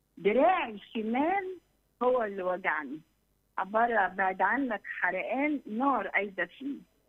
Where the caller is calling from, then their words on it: Egypt; انا من مصر.